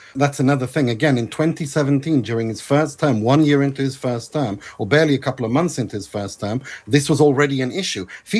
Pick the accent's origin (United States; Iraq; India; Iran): Iran; my country, which is Iran.